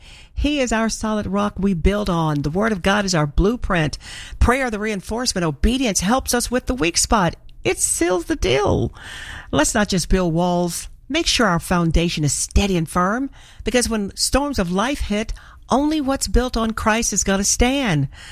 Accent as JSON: {"language": "English", "region": "Arkansas", "country": "United States", "tie": "born or raised there", "said": "I remember singing that song growing up in Arkansas."}